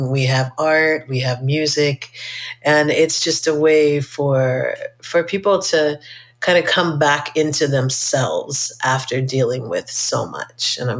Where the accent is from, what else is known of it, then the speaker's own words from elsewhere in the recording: Maui, Hawaii, United States; lifelong Maui resident.